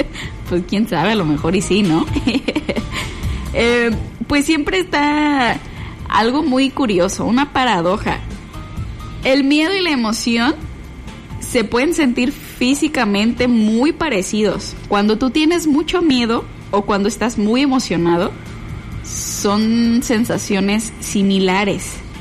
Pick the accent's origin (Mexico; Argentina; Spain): Mexico; así somos los mexicanos